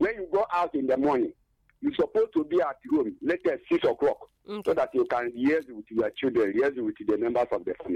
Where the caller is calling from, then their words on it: Isoko, Delta, Nigeria; I'm calling from Isoko.